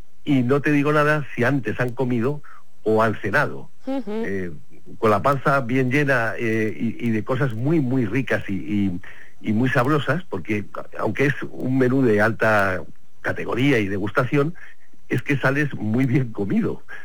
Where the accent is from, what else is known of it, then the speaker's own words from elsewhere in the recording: Madrid, Community of Madrid, Spain; yo soy madrileño